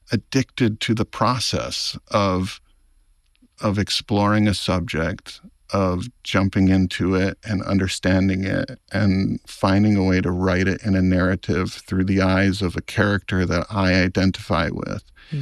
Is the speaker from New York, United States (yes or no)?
no; Hawaii, United States; I grew up on Maui, a small island in the middle of the Pacific Ocean, and I found connection to the outside world in movie theaters.